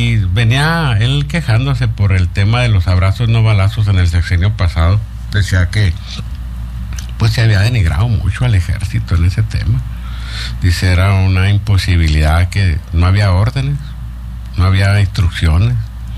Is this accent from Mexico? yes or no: yes; Mexico; nosotros como mexicanos